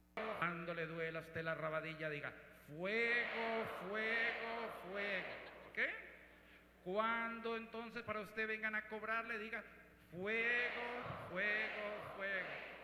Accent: Colombia; como decimos en Colombia, con caché.

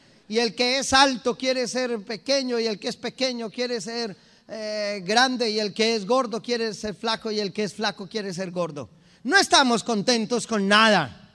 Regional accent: Colombia; Yo soy feliz, soy colombiano, me siento feliz de serlo.

